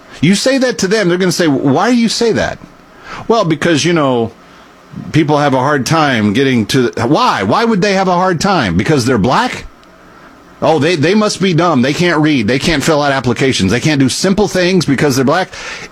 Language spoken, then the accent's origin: English; Missouri, United States; born there; I was born in Missouri.